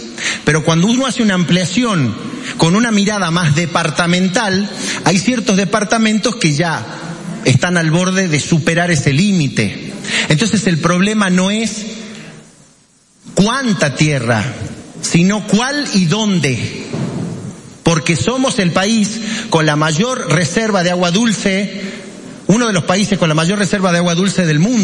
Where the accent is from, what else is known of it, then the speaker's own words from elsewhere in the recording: Argentina; yo que soy argentino